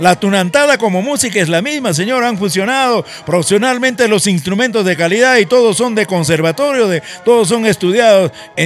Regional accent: Ancash, Peru; En Ancash, señor, nosotros somos seguidores de Atusparia

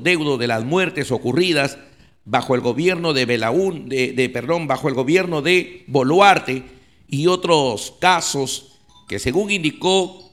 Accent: Peru; como todos peruanos que somos

